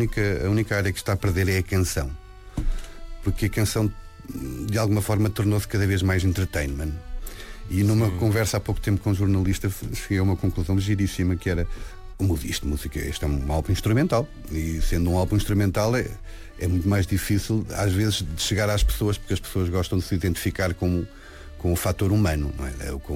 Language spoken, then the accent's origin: Portuguese; Lisbon, Portugal; Eu nasci em Lisboa, vivia na urbe e serei sempre um gajo urbano. Urbano.